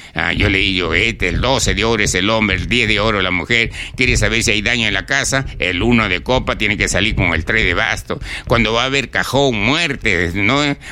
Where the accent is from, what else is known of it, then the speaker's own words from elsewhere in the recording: Chiclayo, Lambayeque, Peru; moved away; de allá de mi tierra, Chiclayo